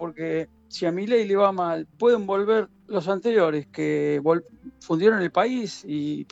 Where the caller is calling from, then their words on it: Argentina; De Villarreal